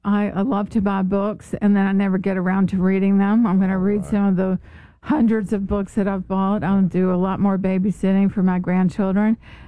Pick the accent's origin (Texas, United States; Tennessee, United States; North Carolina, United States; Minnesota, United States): North Carolina, United States; Well, I moved back to North Carolina from New York, where I was working for a commodities trading company.